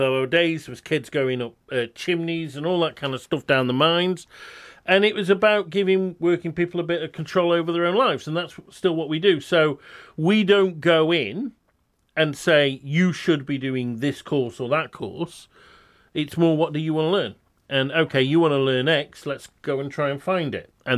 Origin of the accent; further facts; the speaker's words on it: Draycott in the Moors, West Midlands, United Kingdom; moved away as an adult; I grew up there on the edge of Stoke-on-Trent. And actually, although I'm not from the Black Country, in a way it feels like home, because I think our history's a bit dead similar. Working class area